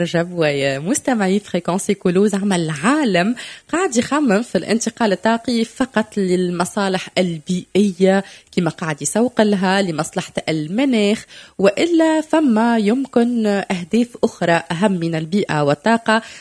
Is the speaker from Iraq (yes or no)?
no; Tunisia; عندنا في تونس